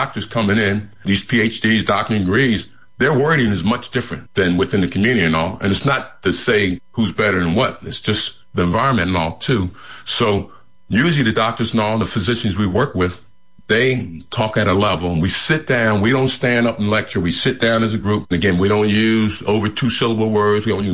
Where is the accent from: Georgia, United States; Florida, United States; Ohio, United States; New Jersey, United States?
New Jersey, United States; Camden